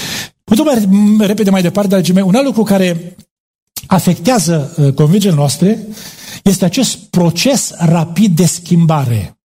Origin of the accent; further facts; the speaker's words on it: Romania; Noi români avem de unde să mergem în sus, că suntem jos de tot.